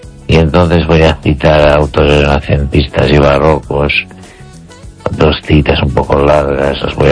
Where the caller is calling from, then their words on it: Ourense, Galicia, Spain; de Orense.